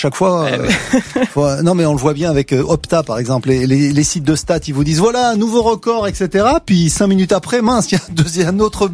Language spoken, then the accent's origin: French; France; nous, chez nous, en France